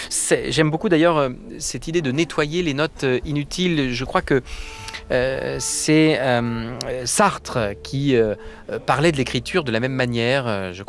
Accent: France

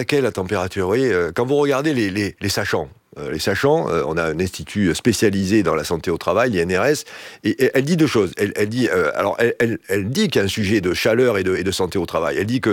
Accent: South-West France, France

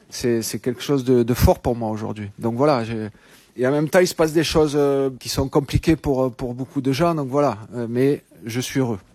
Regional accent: France

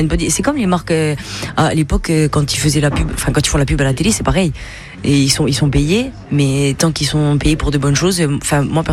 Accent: Corsica, France; Je viens de Chintour

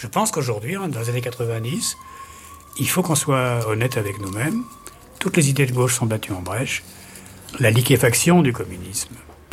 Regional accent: Paris, Île-de-France, France; born there; Moi, je suis né à Paris. Moi, tout mon imaginaire, toutes mes émotions, mon ancrage

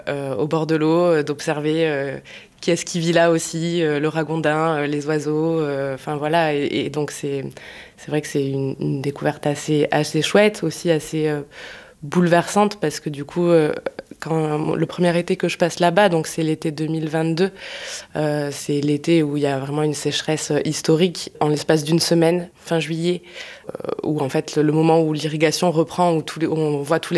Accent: France; moved away as an adult; now in Marais Poitevin, France; je suis originaire plutôt des Pyrénées et des montagnes, d'un environnement un peu plus agréable, on va dire, et je m'installe quand même dans ce territoire assez désertique et assez nouveau pour moi.

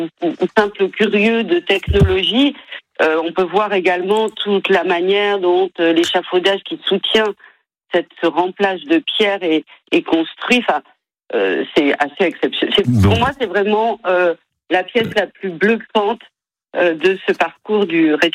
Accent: Bordeaux, Nouvelle-Aquitaine, France; je suis bordelaise et présidente de cette association

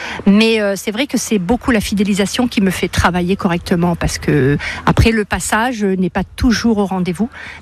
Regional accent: Paris, Île-de-France, France; born there; moved away as an adult; now in Marseille, France; Je suis née à Paris, dans le 10e arrondissement. J'adore Paris. Mais c'est vrai que ça fait maintenant presque 30 ans que je suis sur Marseille et j'y suis bien.

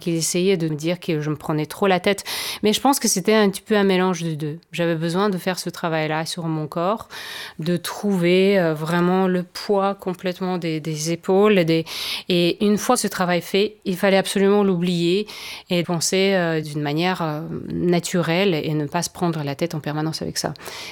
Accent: France; accent: French; quand je parle allemand, j'ai un accent français

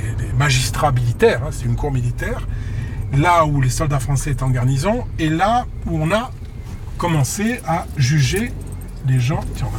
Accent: Corsica, France; Quand on est du Niaul, on est vraiment du Niaul. Les gens d'ailleurs vous le font remarquer. Certains disent qu'on a un caractère un peu rugueux.

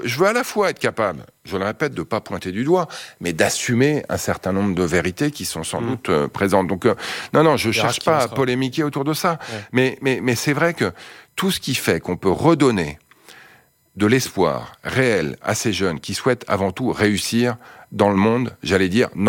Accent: Montreuil, Île-de-France, France; born or raised there

